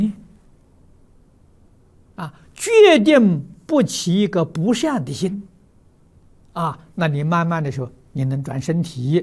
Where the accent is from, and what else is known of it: China